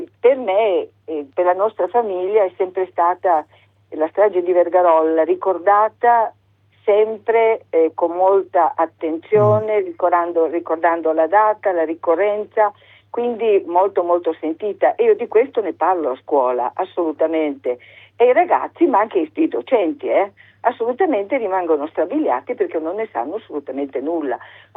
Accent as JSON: {"language": "Italian", "town": "Vrsar", "region": "Istria County", "country": "Croatia", "said": "io sono di Orsera, lei era orsarese"}